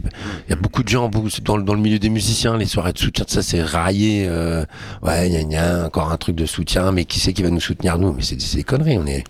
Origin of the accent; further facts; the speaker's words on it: France; On est français